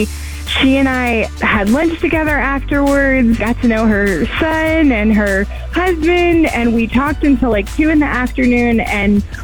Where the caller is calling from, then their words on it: Calhoun, Louisiana, United States; also born or lived in Santa Fe, New Mexico; I'm actually in Calhoun, Louisiana. Cool. I just moved here, though, which is part of my reason for calling.